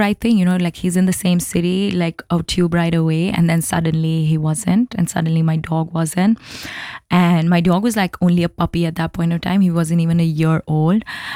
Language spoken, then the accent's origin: English; New Delhi, Delhi, India; moved away; Because another thing about like living in India, and I'm from New Delhi